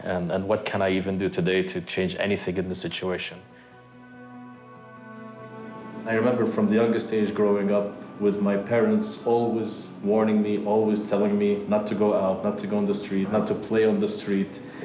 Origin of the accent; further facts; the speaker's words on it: Bethlehem, West Bank, Palestine; I grew up all of my life in this occupation. I grew up in Bethlehem, in Palestine.